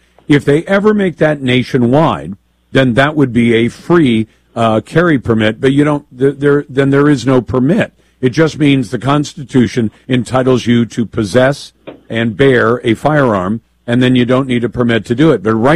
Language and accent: English; Canada; now in United States; As a Canadian immigrant and a naturalized U.S. citizen, I realized